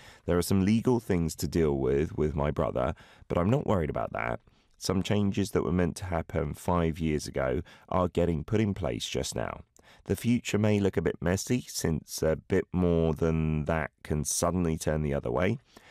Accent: United Kingdom; moved away as an adult; now in Korea; as a Brit here in Korea

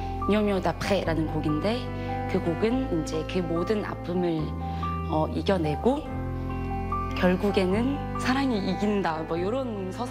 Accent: South Korea; now in France; 제가 한국에 와도 저는 한국인이라고 제 정체성을 가지고 살아가지만 한국 분들이 또 저를 보면은 외국에 사는 이제 뮤지션으로 또 대해주시고 프랑스에서는 또 저를 한국인으로 또 대해주세요.

